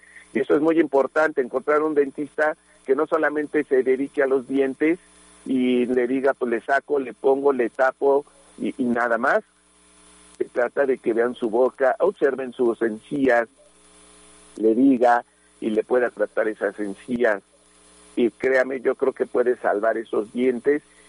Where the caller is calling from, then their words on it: Ixtapaluca, State of Mexico, Mexico; de Iztapaluca.